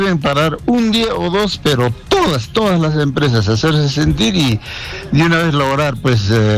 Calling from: Puno, Peru

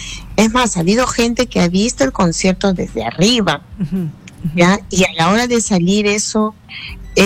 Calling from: Ventanilla, Callao, Peru; yo que vengo de Ventanilla

